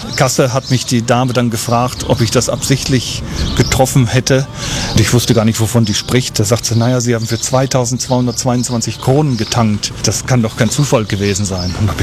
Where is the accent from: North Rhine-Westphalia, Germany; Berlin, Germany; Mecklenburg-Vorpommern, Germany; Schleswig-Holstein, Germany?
North Rhine-Westphalia, Germany; Bielefeld; moved away as an adult; now in Czech Republic; 1998 hat es mich nach Tschechien verschlagen. Ich bin gebürtiger Bielefelder und gelernter, staatlich geprüfter Spinner und bin mit der Arbeit nach Tschechien gekommen